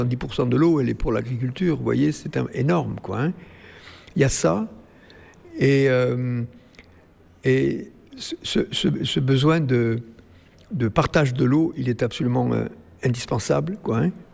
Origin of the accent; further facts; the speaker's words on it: Vielmur, Occitanie, France; Oui, je suis né à Vielmur, dans le Tarn, petit village, à la campagne. On n'avait même pas l'eau courante, vous voyez, dans la maison.